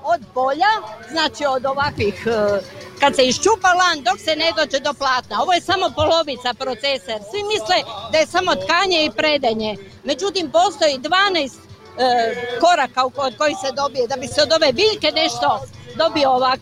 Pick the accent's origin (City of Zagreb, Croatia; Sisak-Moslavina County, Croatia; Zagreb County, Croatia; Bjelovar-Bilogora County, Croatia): Bjelovar-Bilogora County, Croatia; Ruškovac; Mi smo čuvari starina iz Ruškovca, to je općina Berek, Bjelovarsko-Bilogorska županija, ali inače smo Moslavci.